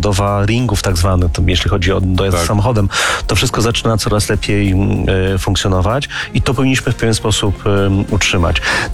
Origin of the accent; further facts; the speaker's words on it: Warsaw, Masovian Voivodeship, Poland; jeżeli rozmawiamy w Warszawie, obydwa jesteśmy z Warszawy